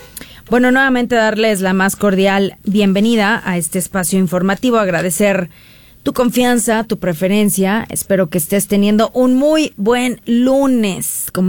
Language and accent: Spanish; Mexico